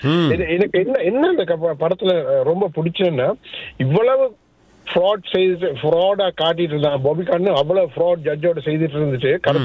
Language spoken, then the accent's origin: Tamil; Sri Lanka; born there; moved away